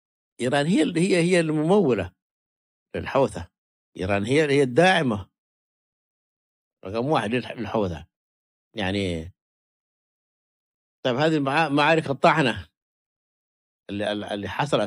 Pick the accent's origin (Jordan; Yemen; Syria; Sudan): Yemen